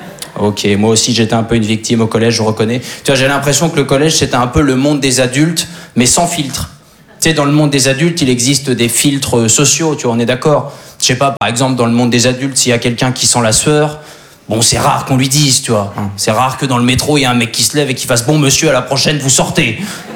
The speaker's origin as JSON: {"language": "French", "region": "Normandy", "country": "France", "tie": "born or raised there", "moved": "yes", "lives_now": "Paris, France", "said": "Alors moi je suis originaire de Basse-Normandie."}